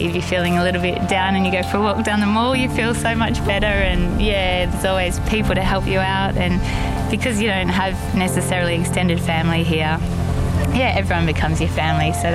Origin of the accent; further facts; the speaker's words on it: Sydney, New South Wales, Australia; also born or lived in Newcastle; now in Alice Springs, Australia; I was born in Sydney in 1977, which feels like a long time ago now. And I grew up in Sydney, Newcastle, so New South Wales. I came to Alice Springs on a holiday, actually